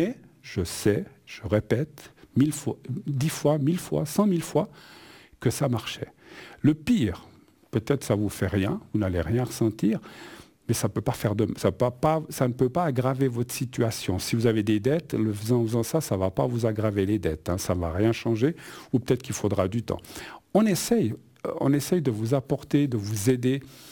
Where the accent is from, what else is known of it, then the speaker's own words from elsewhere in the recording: Spain; je suis espagnol, donc vous devez imaginer, catholique